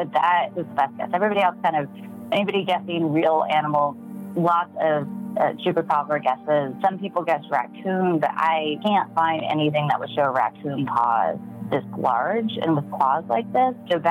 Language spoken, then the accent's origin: English; United States; I grew up in the Mojave Desert, right? So on the west side